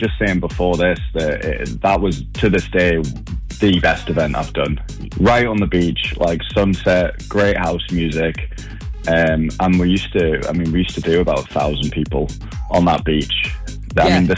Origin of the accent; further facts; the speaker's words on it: Newcastle upon Tyne, North East England, United Kingdom; Obviously, you know, I'm from Newcastle. … from Newcastle. He's kind of a person I grew up kind of listening to.